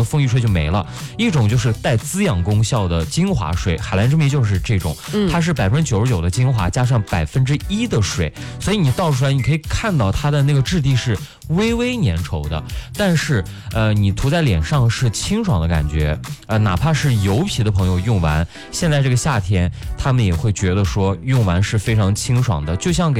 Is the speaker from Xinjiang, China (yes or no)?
yes; Xinjiang, China; 就即使我作为一个新疆人